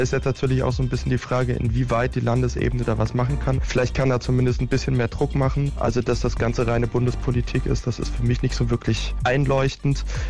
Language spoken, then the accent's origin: German; Berlin, Germany; Berlin ist vor allem einfach ein Ort, an dem ich aufgewachsen bin